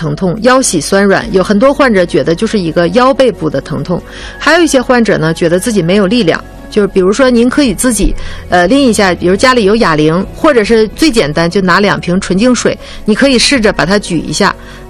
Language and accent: Chinese; Northeast China, China; accent: Northeastern; 用我们东北话说，